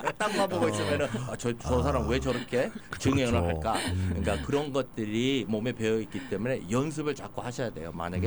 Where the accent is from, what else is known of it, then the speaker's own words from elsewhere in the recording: South Korea; now in United States; 우리 한국 문화가 그 유교 정신이라서